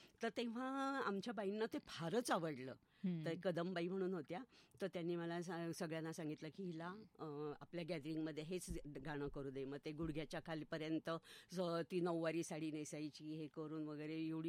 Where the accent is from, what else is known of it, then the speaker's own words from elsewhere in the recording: Ahmednagar, Maharashtra, India; माझं बालपण पटांगण गल्ली दिल्ली गेटच्या शेजारी जिथे आहे, अभ्यासाशी कधी संबंध नाही आला.